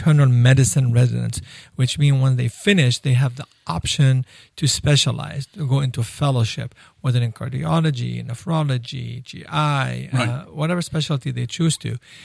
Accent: California, United States; moved away; I'm a testament. I came from Southern California. And I'm telling you, I'm loving every minute of it.

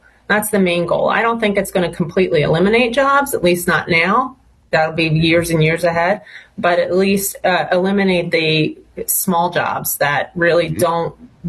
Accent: Washington Township, New Jersey, United States; I'm from Washington Township in a small little area called Mango Court is where I grew up.

